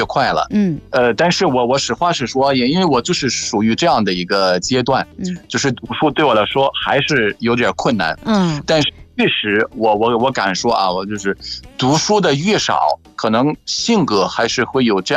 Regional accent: Egypt; 苏克莱斯的穆斯特梅因，

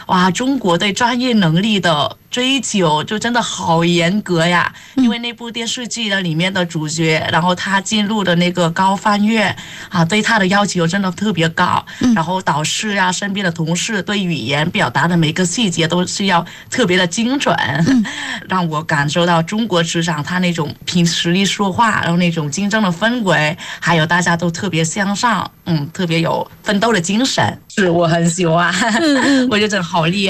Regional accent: Vietnam; Chinese is a second language

